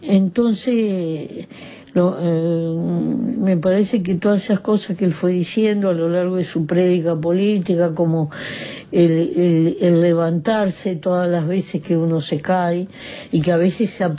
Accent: Uruguay; en una comunidad pequeña como la uruguaya, en que nos conocemos todos

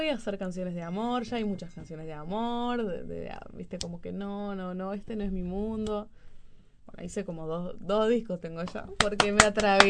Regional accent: Maldonado, Uruguay; yo soy de Maldonado, como que venía a Montevideo siempre

